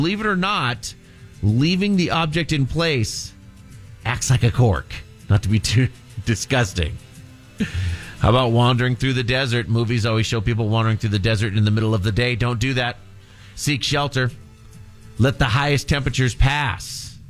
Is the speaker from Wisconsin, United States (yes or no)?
no; Seattle, Washington, United States; I remember growing up in Seattle